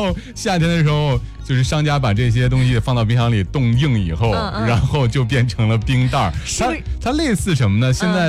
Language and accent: Chinese; Northeast China, China; 小时候在东北其实喝的饮料比较多的是大白梨